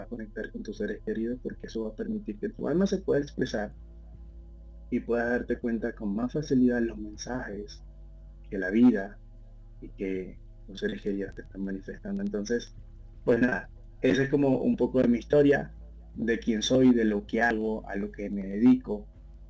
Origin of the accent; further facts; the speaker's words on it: Venezuela; also born or lived in Argentina; now in Spain; ya estando soy venezolano, me fui a Argentina, estando en Argentina me fui a España, bien, junto con mi familia